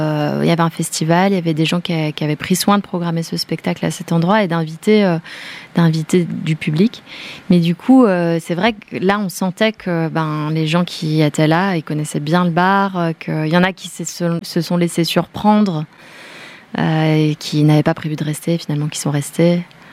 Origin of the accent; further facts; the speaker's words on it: Bourgogne-Franche-Comté, France; Nous, on vient de là, c'est le Haut-Jura. Nous, on vient du Jura